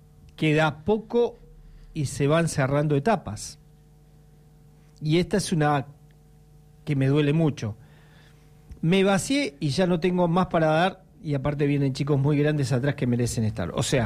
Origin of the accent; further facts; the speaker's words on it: Argentina; No, sí, seguro, como argentinos es un día triste.